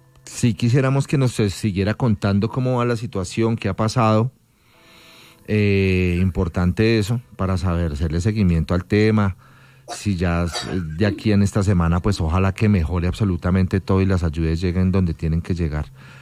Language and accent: Spanish; Colombia; somos colombianos y somos unos berracos